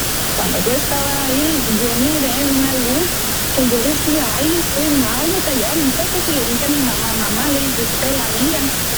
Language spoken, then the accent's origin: Spanish; Navojoa, Sonora, Mexico; now in Mexicali, Mexico; Soy originaria de Navojoa, Sonora, pero vivo en Mexicali. Ahí residía mi papá, mi esposo, todos ahí estamos. Tenemos 3 años viviendo.